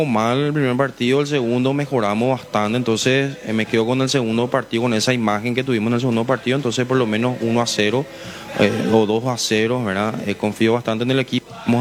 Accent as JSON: {"language": "Spanish", "country": "Paraguay", "said": "compartir un poco algunas picadas, como todo paraguayo, ¿verdad?"}